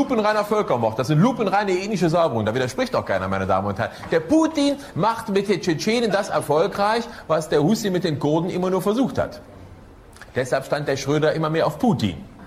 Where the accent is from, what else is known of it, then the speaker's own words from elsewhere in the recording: Germany; Ich habe schon Probleme genug, damit Deutscher zu sein